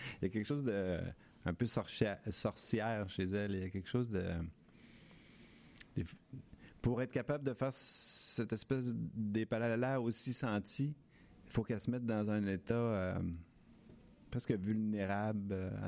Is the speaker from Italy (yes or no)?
no; Gaspé, Quebec, Canada; c'est que je viens de Gaspé. Moi, j'ai grandi à Gaspé.